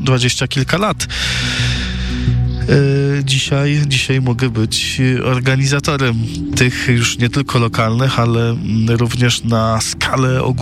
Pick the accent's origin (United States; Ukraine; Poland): Poland; Stryjki, Masovian Voivodeship; Ja jestem ze Stryjek. 100 stuosobowa miejscowość w gminie Tłuszcz, czyli 20 km stąd na wschód.